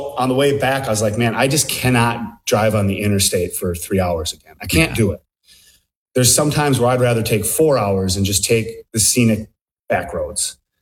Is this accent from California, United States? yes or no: no; Baldwin, Wisconsin, United States; But I was back up in my hometown area of Baldwin, Woodville. If anybody knows where that is, it's northwestern Wisconsin, close to Hudson, only 30-ish miles from St. Paul.